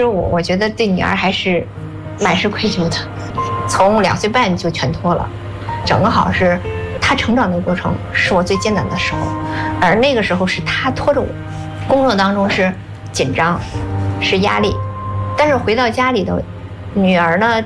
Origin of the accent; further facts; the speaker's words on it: China; 我们中国人